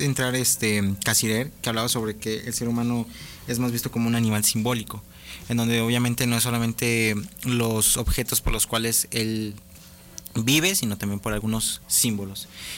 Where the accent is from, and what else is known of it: Mexico